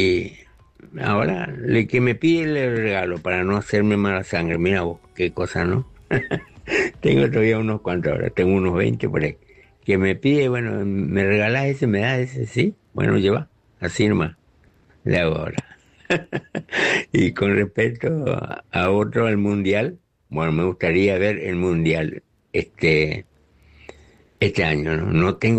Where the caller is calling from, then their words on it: Clorinda, Formosa, Argentina; Buena madrugada, acá soy … de Clorinda.